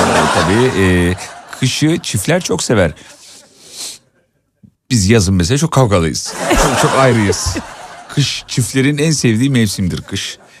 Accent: İzmit, Kocaeli, Turkey; Ben bir İzmitli olarak

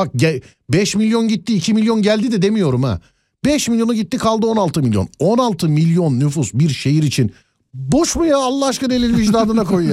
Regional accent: Şişli, Istanbul, Turkey; Benim köyümden mesela Şişli'den ikinci köprüye gitmeyi denediniz mi?

